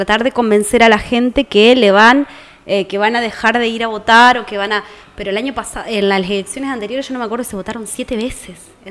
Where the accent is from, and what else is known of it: Argentina